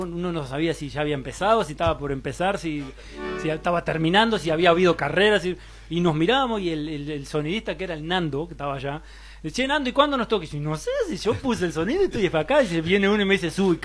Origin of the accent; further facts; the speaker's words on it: San Gregorio de Polanco, Tacuarembó, Uruguay; de Rincón de la Aldea, Joaquín de la zona de Tambores, Piedra Sola, yo soy de San Gregorio, el Gonzalo también de Tambores, así que nos bañaron otras aguas.